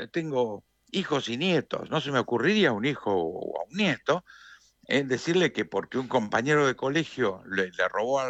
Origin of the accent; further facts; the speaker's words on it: Argentina; A mí me pongo colorado de vergüenza propia, porque yo soy argentino